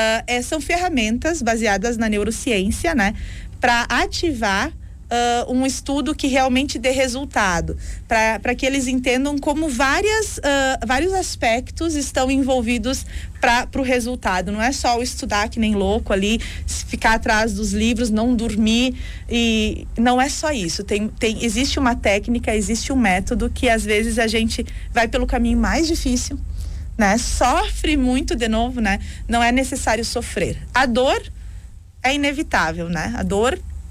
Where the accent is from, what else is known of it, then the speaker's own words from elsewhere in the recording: Rio Grande do Sul, Brazil; É 51, porque eu venho do Vale do Taquari, né?